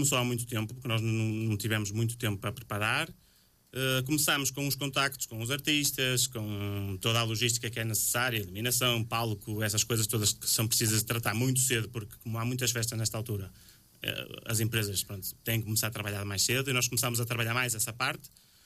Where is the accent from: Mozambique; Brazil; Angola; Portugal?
Portugal; moved away; no fim de semana estou quase sempre pela minha terra